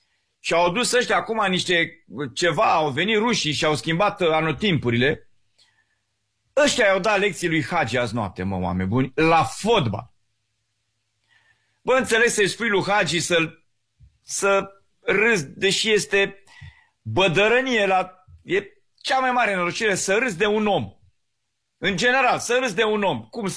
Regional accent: Romania; iar eu sunt mândru că sunt român

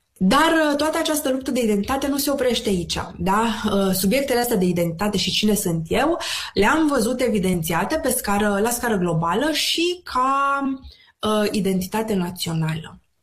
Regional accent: Romania; toți românii ca națiune ne simțim ca niște victime.

